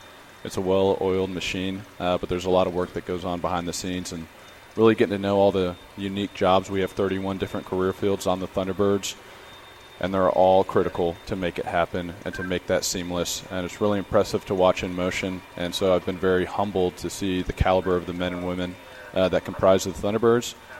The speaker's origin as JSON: {"language": "English", "town": "Davenport", "region": "Iowa", "country": "United States", "tie": "born or raised there", "moved": "yes", "said": "I'm from Davenport, Iowa, so saw them every summer growing up."}